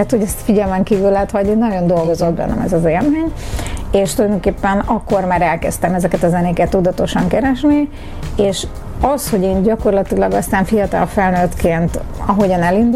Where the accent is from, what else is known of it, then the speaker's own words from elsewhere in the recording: Budapest, Hungary; born there; Budapesten születtem